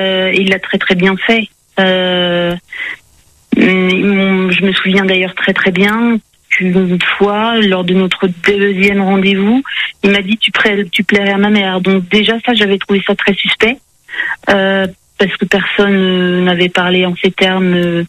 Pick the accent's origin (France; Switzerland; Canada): France; Brittany; born there; now in Paris, France